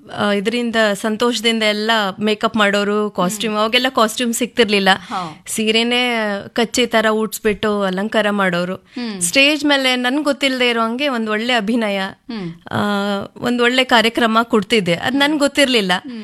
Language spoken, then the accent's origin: Kannada; Raichur, Karnataka, India; ನನ್ನ ಹುಟ್ಟೂರು ರಾಯಚೂರು. ನಾನು ಮೂಲತಃ ರಾಯಚೂರಿಂದ ಬಂದವಳು. ನನ್ನ ಬಾಲ್ಯ ಎಲ್ಲ ರಾಯಚೂರಲ್ಲಿ ಆಗಿದ್ದು.